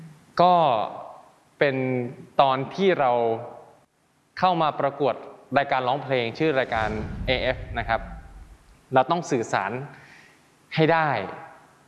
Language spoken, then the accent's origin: Thai; Isan, Thailand; เราเป็นคนแบบนี้นะเราชอบแบบนี้เราเป็นคนอีสานเราก็พูดอีสานไปเลย